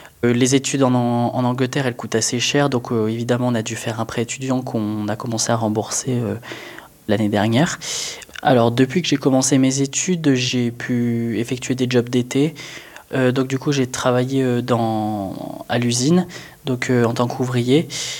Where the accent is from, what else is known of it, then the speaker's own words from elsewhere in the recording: Lyon, Auvergne-Rhône-Alpes, France; j'ai 23 ans, je suis originaire de Lyon